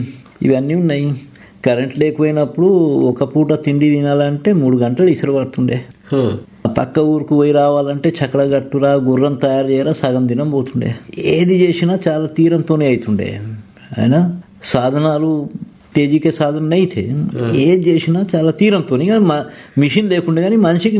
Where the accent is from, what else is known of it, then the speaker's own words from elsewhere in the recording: Adilabad, Telangana, India; born there; నేను పుట్టింది ఆదిలాబాద్లోనే.